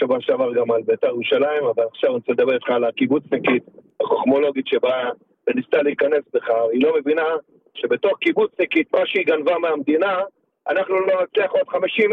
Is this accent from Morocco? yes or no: yes; Morocco; now in Israel; באתי ממרוקו.